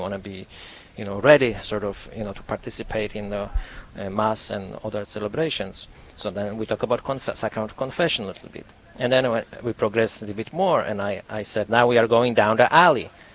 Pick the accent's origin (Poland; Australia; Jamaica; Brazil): Poland; now in United States; really want to emphasize that, yes, it's a sacramental tour because, you see, we are Catholics, and I grew up in Poland, in a Catholic country. When I arrived to the United States, I get to know many separated brothers or Protestants in a way.